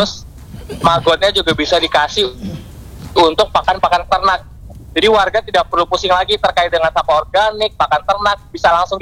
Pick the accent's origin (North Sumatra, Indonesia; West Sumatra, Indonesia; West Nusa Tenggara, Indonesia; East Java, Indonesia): North Sumatra, Indonesia; Medan; moved away; Kalau saya sendiri asli Medan nih kakak.